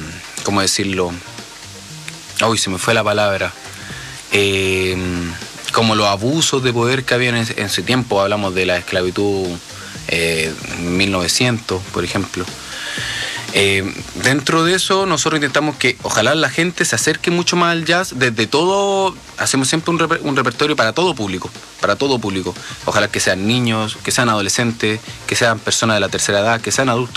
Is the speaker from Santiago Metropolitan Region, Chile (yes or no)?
yes; Conchalí, Santiago Metropolitan Region, Chile; Yo vengo de Conchalí, de una comuna, no digamos ultra pobre, pero tampoco digamos ultra rica tampoco